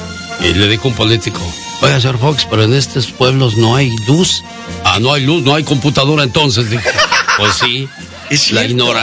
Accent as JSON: {"language": "Spanish", "town": "Corral Falso", "region": "Guerrero", "country": "Mexico", "said": "pueblo, en su rancho, al menos en Corral Falso, Guerrero, yo creo que van a pasar otros 40 o 50. Hablo por mi pueblo, porque yo voy y veo las cosas."}